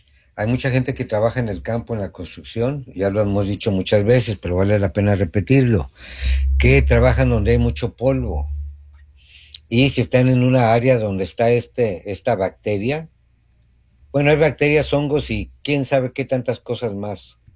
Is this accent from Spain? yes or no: no; Mexico; yo soy el típico mexicano, que dejo todo para mañana.